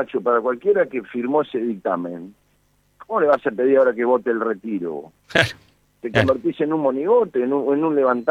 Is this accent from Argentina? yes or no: yes; Formosa, Argentina; Bueno, imagina que yo vengo de Formosa, el padecimiento de la falta de institucionalidad lo padecen 600.000 formoseños